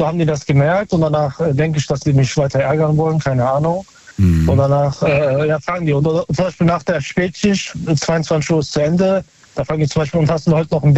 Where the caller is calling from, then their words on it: North Rhine-Westphalia, Germany; Aus Nähe Köln.